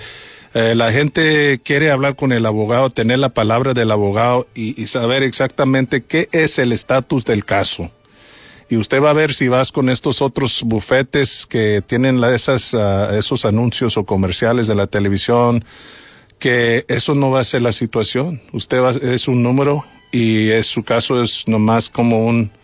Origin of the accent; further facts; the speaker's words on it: Bryan, Texas, United States; Yo nací aquí en Bryan. Yo gradué de Bryan High School, fui a Texas A&M y regresé a mi pueblo.